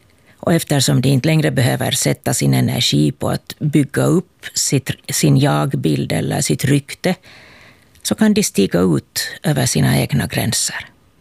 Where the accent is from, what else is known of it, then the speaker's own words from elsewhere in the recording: Kauniainen, Uusimaa, Finland; och jag kommer från Grankulla.